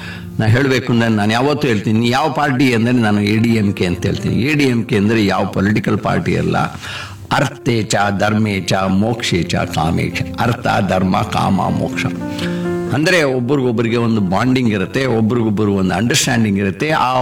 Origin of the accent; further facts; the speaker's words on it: Melukote, Karnataka, India; born there; now in Bangalore, India; ನಾನು ನನ್ನ 60ನೇ ವಯಸ್ಸಿನ ಷಷ್ಠಿಹಬ್ಬದ ಪೂರ್ತಿ ನಮ್ಮ ಸ್ವಂತ ಊರು ಅಂತ ಹೇಳಿದೆ ಮೇಲ್ಕೋಟೆಯಲ್ಲೇ ಮಾಡಿಕೊಂಡೆ.